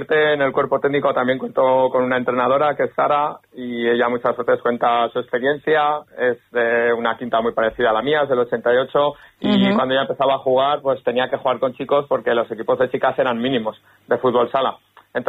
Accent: Zaragoza, Aragon, Spain; moved away; yo soy de Zaragoza, así que vengo de muy lejos

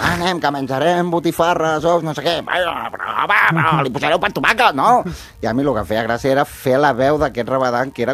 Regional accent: Barcelona, Catalonia, Spain; also born or lived in Figueres; M'he criat a Barna, sí.

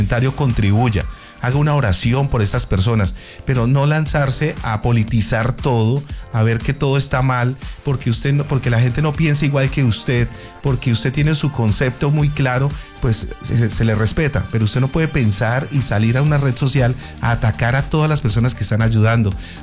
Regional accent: Colombia; como colombianos todos, absolutamente todos, somos muy solidarios

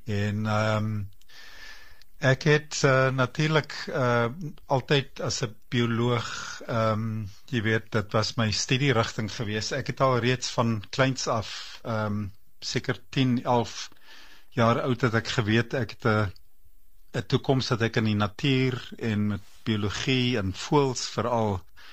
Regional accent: Komga, Eastern Cape, South Africa; moved away as an adult; also born or lived in Stellenbosch / United States; Ek het groot geword in die Oos-Kaap, 'n klein plekkie met die naam Komga.

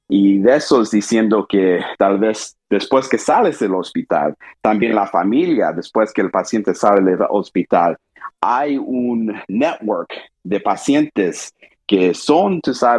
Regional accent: Texas, United States; also born or lived in Nashville / New Haven / Florida; Y crecí en el estado de Texas, afuera de Houston. Pasé, tú sabes, tiempo ahí. Y después, cuando salí de Texas, fui a la universidad en Nashville, en Vanderbilt.

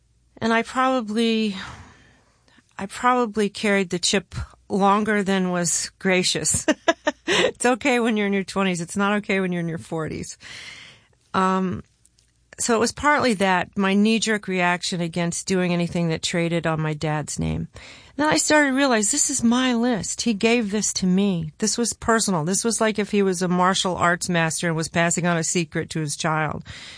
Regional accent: California, United States; And I grew up in Southern California. I was very well versed in Southern California pop and rock

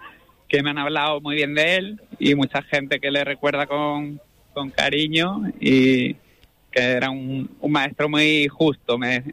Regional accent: San Fernando, Andalusia, Spain; born there; Yo ya nací en San Fernando, en Cádiz. Y mis padres son jarotes los dos.

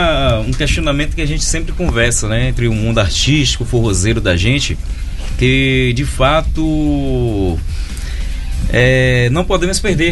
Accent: Salvador, Bahia, Brazil; mesmo sendo da capital, que eu sou soteropolitano.

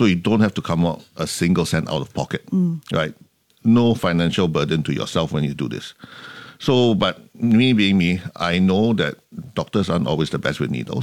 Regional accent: Singapore; I'm a Singaporean

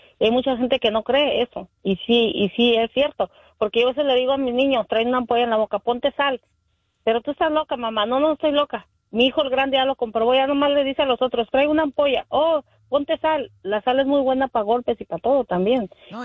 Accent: Zacatecas, Mexico; que cuando éramos niños andaba mucho esa enfermedad en México, y yo soy de Zacatecas

